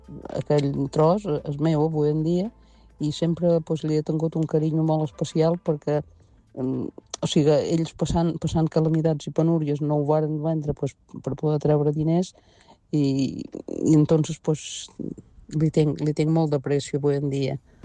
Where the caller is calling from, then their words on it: Formentera, Balearic Islands, Spain; de Formentera.